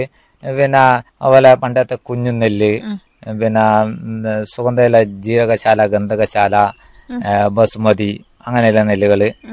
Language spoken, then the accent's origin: Malayalam; Thillankeri, Kerala, India; First നമ്മളെ നാട്ടിൽ വരുന്നതെന്ന് പറഞ്ഞാല് തില്ലങ്കേരി കൃഷിഭവൻ വരുന്നത് നമ്മളെ ഈ സ്റ്റോപ്പിലാണ്, കാഞ്ഞിരാട് എന്ന് പറയുന്ന ഈ സ്ഥലത്താണ്.